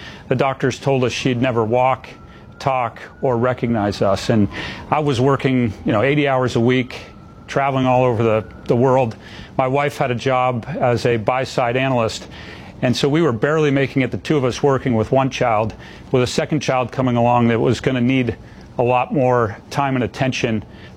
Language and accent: English; Boston, Massachusetts, United States; I grew up in the Boston, Massachusetts area.